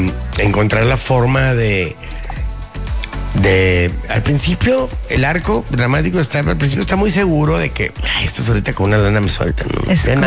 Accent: Mexico

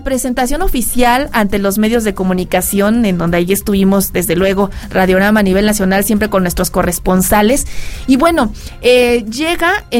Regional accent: Mexico; como mexicanos nos debemos de sentir orgullosos

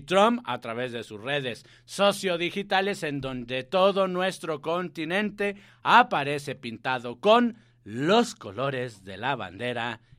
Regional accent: Mexico; no que nos tengan así como nos tienen aquí en México.

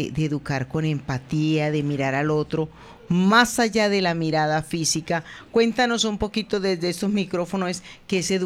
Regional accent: Amagá, Antioquia, Colombia; el valor que nos caracteriza como amagaseños, como colombianos, como paisas

